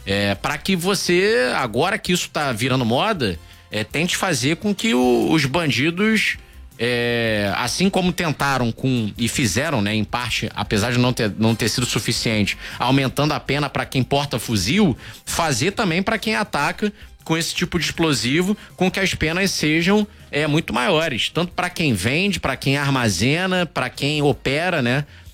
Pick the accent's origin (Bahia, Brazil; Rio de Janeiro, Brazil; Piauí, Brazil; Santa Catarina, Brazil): Rio de Janeiro, Brazil; Eu cubro segurança pública aqui no Rio de Janeiro há mais de 10 anos e enquanto cidadão fluminense, nascido e criado na Zona Norte